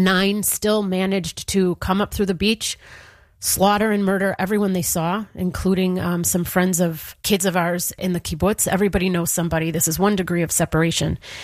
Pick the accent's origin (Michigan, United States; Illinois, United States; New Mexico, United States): Illinois, United States; Chicago; now in Israel; Growing up in Chicago, we had snow days. And on the Gaza border, you have rocket days.